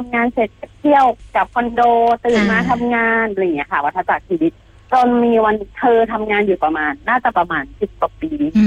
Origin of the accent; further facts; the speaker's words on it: Bangkok, Thailand; moved away as an adult; now in Kanchanaburi, Thailand; จริงๆแล้วเติบโตที่กรุงเทพเลยค่ะ